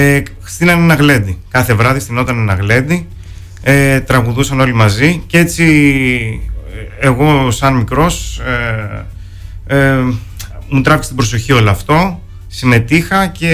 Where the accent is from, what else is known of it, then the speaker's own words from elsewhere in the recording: Lesbos, North Aegean, Greece; moved away as an adult; also born or lived in Arta / Chios / Athens; now in Komotini, Greece; Κατάγομαι από τη Λέσβο. Έχω μεγαλώσει σε ένα χωριό της Λέσβου, Σκάλαση Καμινέα λέγεται. Και εκεί έζησα μέχρι που έφυγα και σπούδασα, ας πούμε, στην Άρτα.